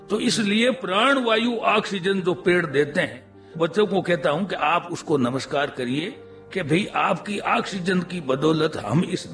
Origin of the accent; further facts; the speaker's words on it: Nagaur district, Rajasthan, India; born there; मेरे पैतृक गांव सुकवासी में, नागौर जिले के पैतृक गांव सुकवासी में